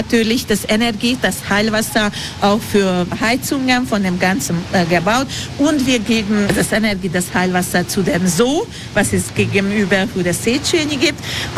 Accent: Budapest, Hungary; German is a second language; aber bei uns in Ungarn, in Budapest, finden sie Ilice.

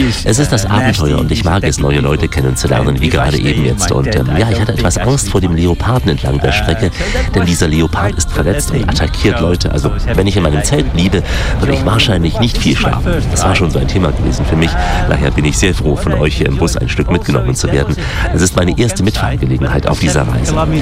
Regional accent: Netherlands; ich komme aus Niederlanden und ich fahre mit meinem Fahrrad hier.

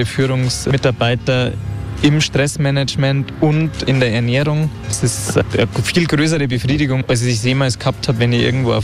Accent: Bad Tölz, Bavaria, Germany; Ist natürlich auch bei uns in Bad Tölz historisch wahrscheinlich auch bedingt. Ich war das erste Mal, glaube ich, mit 5 Jahren im Eishockey.

